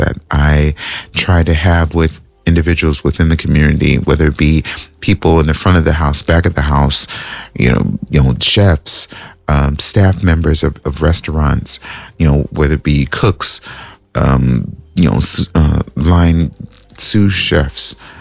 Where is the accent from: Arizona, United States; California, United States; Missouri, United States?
California, United States; moved away; also born or lived in Minnesota; I'm from California, y'all. I'm from Cali, but I've been away.